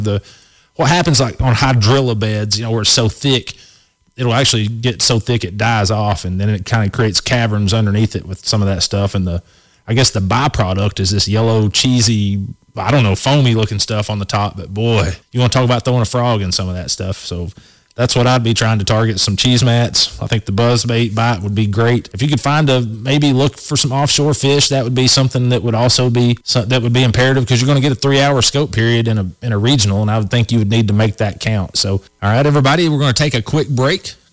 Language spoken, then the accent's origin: English; Tennessee, United States; with me growing up on Watts Bar